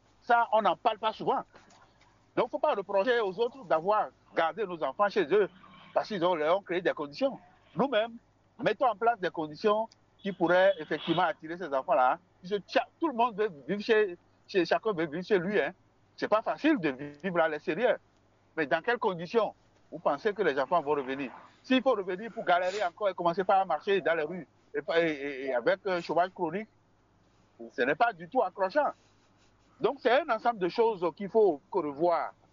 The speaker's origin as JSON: {"language": "French", "country": "Benin", "said": "Regardez, même quand je reviens rapidement chez moi, au Bénin"}